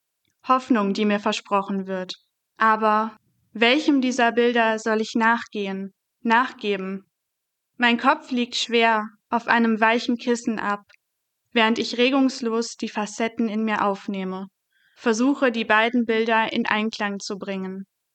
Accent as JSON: {"language": "German", "town": "Essen", "region": "North Rhine-Westphalia", "country": "Germany", "said": "Ich komme aus Essen und bin 20 Jahre alt."}